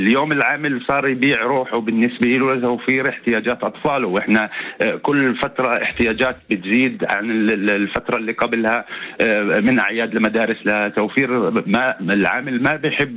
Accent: Hebron, West Bank, Palestine; بصراحة أنا من منطقة الجنوب من الخليل، وطول فترة شغلي كانت عملي في منطقة الجنوب في عراد في السبع.

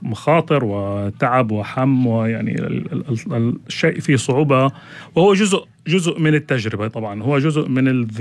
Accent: Palestine; في بلادنا فلسطين

